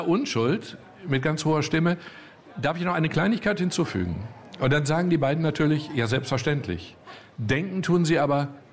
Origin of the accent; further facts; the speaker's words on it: North Rhine-Westphalia, Germany; ich komme aus dem Ruhrgebiet